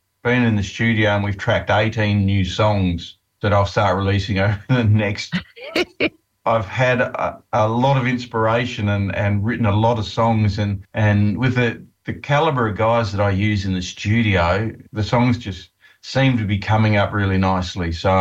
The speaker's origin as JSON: {"language": "English", "country": "Australia", "said": "we're from Australia"}